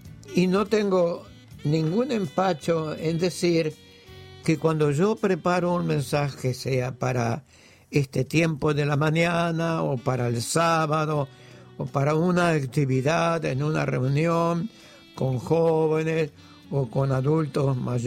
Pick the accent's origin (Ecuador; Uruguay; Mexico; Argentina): Uruguay